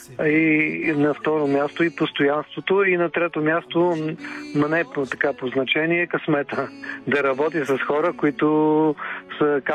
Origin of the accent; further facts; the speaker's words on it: Pazardzhik, Pazardzhik Province, Bulgaria; Аз съм от Пазарджик